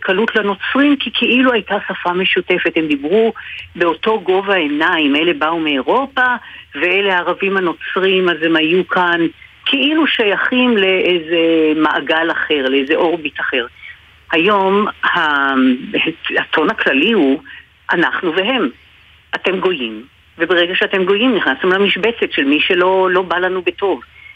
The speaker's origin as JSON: {"language": "Hebrew", "town": "Jerusalem", "region": "Jerusalem District", "country": "Israel", "tie": "born or raised there", "said": "אני נולדתי בשנות ה-60 בירושלים."}